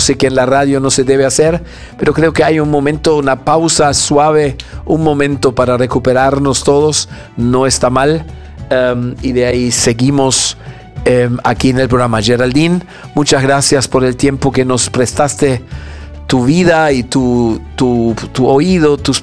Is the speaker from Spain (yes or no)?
no; Peru; aquí como peruanos estamos conmovidos